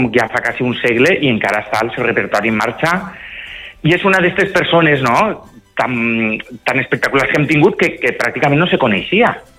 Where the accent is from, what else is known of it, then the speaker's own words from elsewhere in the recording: Meliana, Valencian Community, Spain; jo vivia a Meliana, soc de Meliana, com saps, i allí n'hi havia un grupet, un altre grupet en Montcada